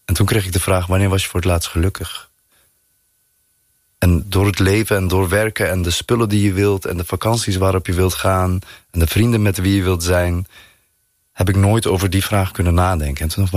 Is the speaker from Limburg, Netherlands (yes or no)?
no; North Brabant, Netherlands